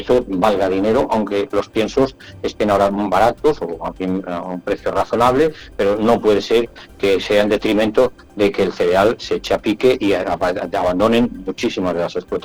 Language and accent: Spanish; Castile and León, Spain; cerealistas que somos de Castilla y León.